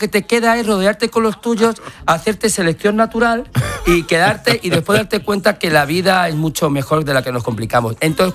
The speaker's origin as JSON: {"language": "Spanish", "town": "Madrid", "region": "Community of Madrid", "country": "Spain", "said": "soy madrileño. Madrid no entiende de política, soy madrileño"}